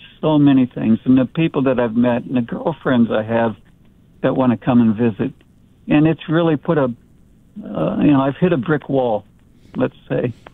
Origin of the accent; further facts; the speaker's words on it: Kingman, Arizona, United States; born there; I was born in Kingman, and so I love the heat compared to the ice and snow of back east.